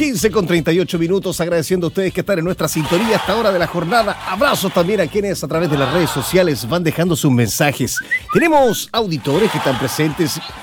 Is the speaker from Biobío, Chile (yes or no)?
yes; Hualpén, Biobío, Chile; yo Hualpenino